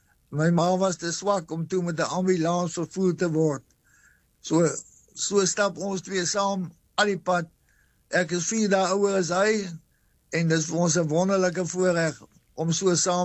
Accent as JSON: {"language": "Afrikaans", "region": "Western Cape", "country": "South Africa", "tie": "born there", "moved": "yes", "lives_now": "Hartenbos, South Africa", "said": "Ek is gebore op die plaas Kimmelkrans. Dis naby Harelsbaai. So 3 km van Harelsbaai af. Ek is daar gebore en sommer op die plaas ook."}